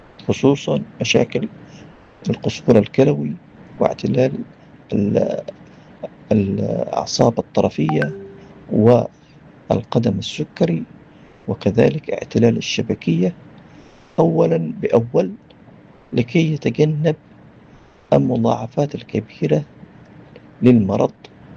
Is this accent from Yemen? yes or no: yes; Yemen